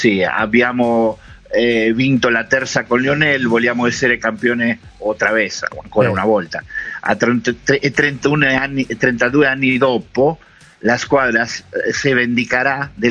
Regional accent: Argentina; sono argentino della cuna fino alla tomba, della cuna al cajón, por Malvinas, por el Diego e per la ultima de Leo. Argentina voglio vederti

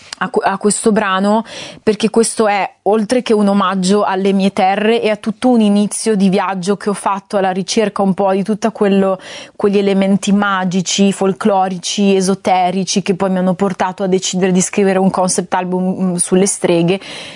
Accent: Friuli-Venezia Giulia, Italy; cantautrice anche lei più o meno delle mie parti, friulana

